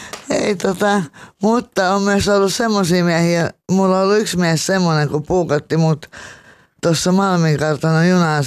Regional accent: Helsinki, Uusimaa, Finland; Mä oon Kanelmäestä.

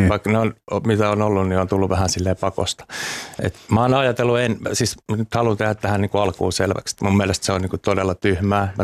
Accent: Uusimaa, Finland; Tuossa pääkaupunkiseudulta mä oon kotoisin.

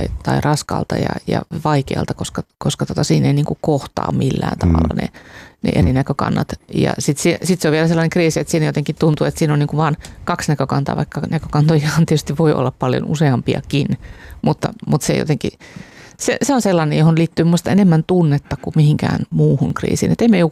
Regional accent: Sodankylä, Lapland, Finland; Valtavan hieno aapasuo tuolla Sodankylässä kotiseudullani.

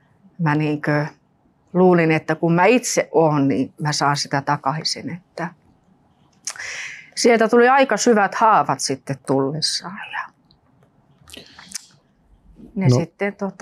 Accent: Rovaniemi, Lapland, Finland; also born or lived in Nurmes; now in Espoo, Finland; Mä oon tuolta Rovaniemeltä kotoisin. Ja sitten me ollaan Nurmiksesta muutettu tänne Espoon puolelle.

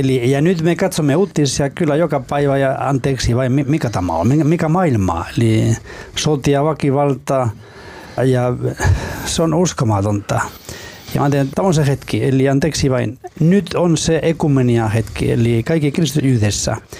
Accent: Basque Country, Spain; Finnish is a second language; tavallaan kuin Pohjoismaiden niin kuin Baskimaa, koska olen kotoisin Baskimaasta, ja on yhteisiä piirteitä kyllä, joka yhdistää meitä, kyllä baskit ja suomalaiset.

